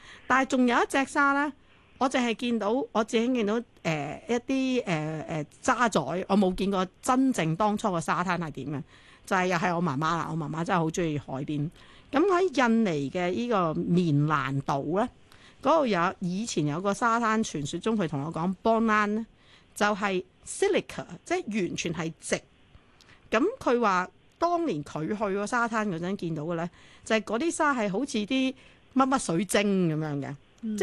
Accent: Hong Kong; 我哋香港人好中意食嗰啲乜嘢斑咩斑嗰啲

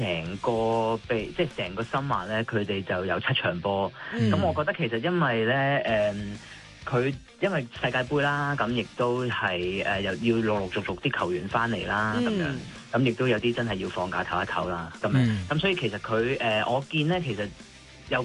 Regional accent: Hong Kong; 即係我哋香港人聽開嘅

